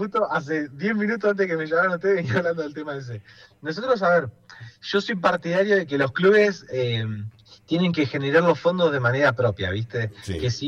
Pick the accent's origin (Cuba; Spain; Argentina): Argentina; Cipolletti, Río Negro; born there; now in Neuquén, Argentina; yo soy cipoleño, yo nací en Cipolete.